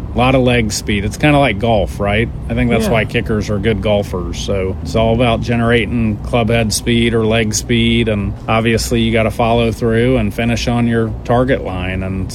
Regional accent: Washington, District of Columbia, United States; born there; also born or lived in New Mexico; My dad had spent a number of years at the Pentagon, and I was born in Washington. And I remember when we were living in New Mexico

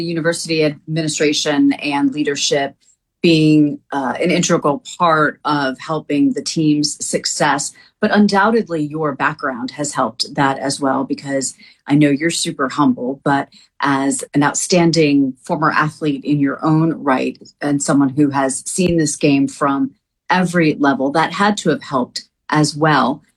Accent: Northeast, United States; You know, I'm hailing from the Northeast.

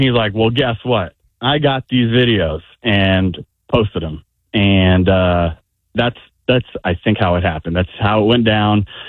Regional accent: United States; I'm from Charlotte County.

